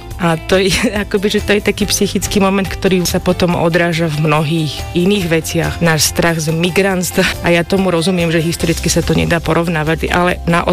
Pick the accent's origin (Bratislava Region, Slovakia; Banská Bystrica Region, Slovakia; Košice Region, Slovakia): Bratislava Region, Slovakia; Bratislava; born there; Narodila som sa v Bratislave.